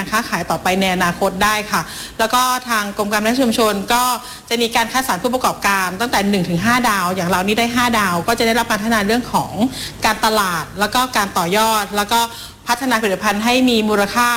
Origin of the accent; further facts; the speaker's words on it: Phuket, Thailand; เราเป็นคนภูเก็ต